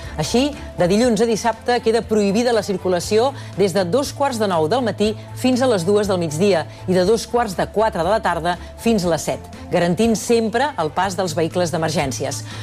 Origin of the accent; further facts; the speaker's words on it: Catalonia, Spain; jo m'introduïa també com a catalana